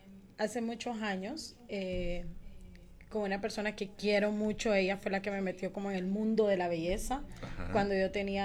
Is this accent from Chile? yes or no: no; Tegucigalpa, Francisco Morazán, Honduras; born there; Nací aquí en Tegucigalpa. Tengo actualmente 35 años, acabo de cumplir.